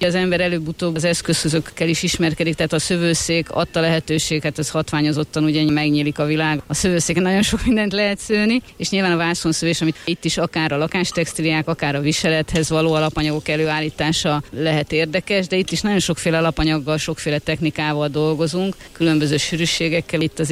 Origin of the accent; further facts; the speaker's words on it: Somogy, Hungary; Hát ugye én somogyi vagyok, kicsit hazabeszélek